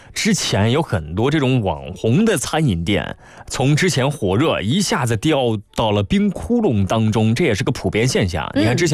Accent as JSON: {"language": "Chinese", "region": "Guangdong", "country": "China", "said": "咱们广东人、广东朋友"}